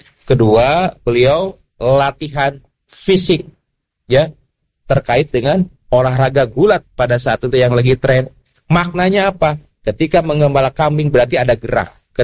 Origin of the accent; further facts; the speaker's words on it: Garut, West Java, Indonesia; born there; Ya, saya lahir di Garutnya.